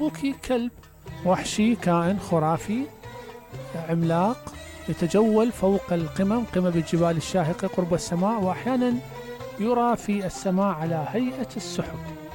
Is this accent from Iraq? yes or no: yes; Iraq; احنا ما عندنا بالعراق